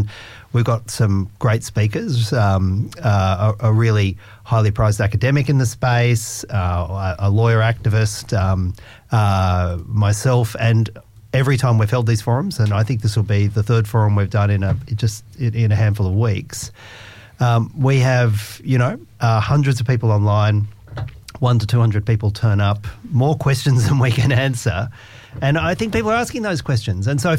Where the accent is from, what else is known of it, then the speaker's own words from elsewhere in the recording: Hornsby, New South Wales, Australia; because I grew up in Hornsby Shire, you know, the Bushland Shire. I went to school in Carlingford.